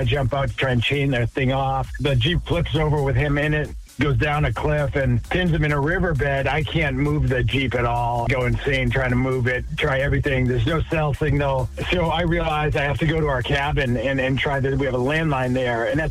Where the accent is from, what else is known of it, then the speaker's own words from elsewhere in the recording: Plymouth, Massachusetts, United States; shooting in the town my mom was born in Yarmouth, Massachusetts. And then I also was able to shoot in my hometown of Plymouth, Massachusetts.